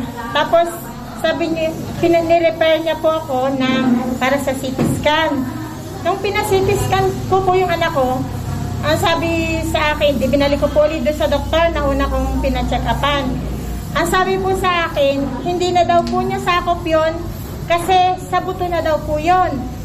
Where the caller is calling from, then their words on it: Calapan, Mimaropa, Philippines; Nazareto po.